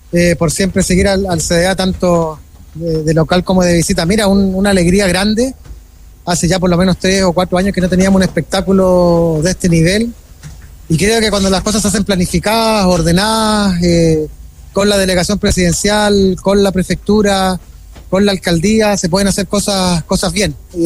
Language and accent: Spanish; Antofagasta, Chile; Los que somos antofagastinos como yo